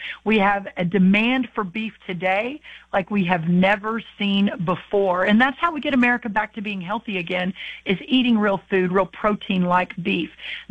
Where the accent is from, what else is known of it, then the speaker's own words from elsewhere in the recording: Texas, United States; Well, I'm from a red state. I'm from Texas.